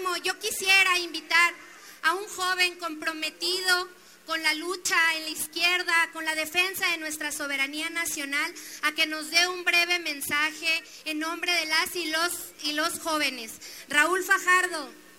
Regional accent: Chihuahua, Mexico; la gran mayoría de los que estamos aquí somos chihuahuenses que venimos convencidos a defender nuestra soberanía nacional.

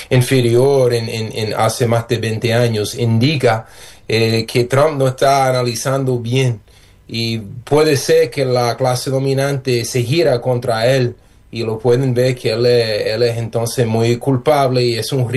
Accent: Cuba; porque ya la política de migración en mi país es muy distinto. Entonces el pueblo cubano se siente muy atrapado

